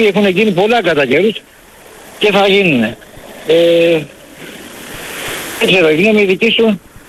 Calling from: Piraeus, Attica, Greece; Έλα, Βαγγέλη … φίλε από Πειραιά.

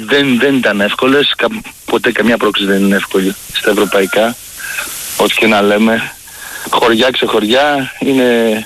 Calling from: Lamia, Central Greece, Greece; εμείς εδώ Λαμία ακούμε τον Sport FM από το Radio Net

